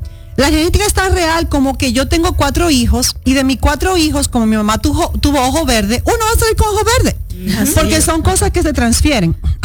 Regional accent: Santo Domingo, Dominican Republic; born there; yo soy dominicana y haitiana. Mi abuela viene de Haití, yo nací en Santo Domingo.

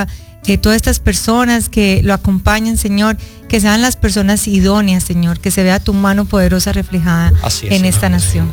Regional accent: Colombia; born there; Mi nación, yo digo que ya yo soy de Cristo, pero la bueno, nación, nací la en esta tierra hermosa, tierra bendita, como le decimos, gloria, Colombia.

